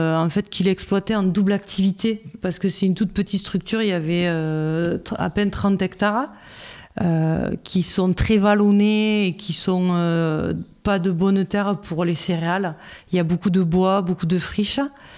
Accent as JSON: {"language": "French", "town": "Toulouse", "region": "Occitanie", "country": "France", "said": "Je suis toulousaine avec des parents boulangers."}